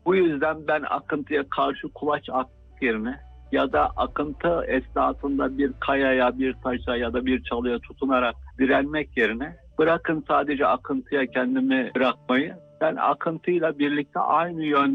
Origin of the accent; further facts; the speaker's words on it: Ankara, Turkey; born there; 1972 Ankara doğumluyum.